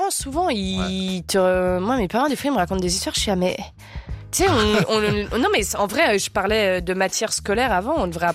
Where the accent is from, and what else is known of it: Switzerland